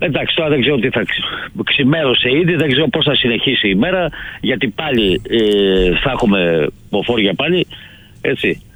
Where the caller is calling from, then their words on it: Monastiraki, Central Greece, Greece; Το χωριό μου είναι το Μοναστηράκι.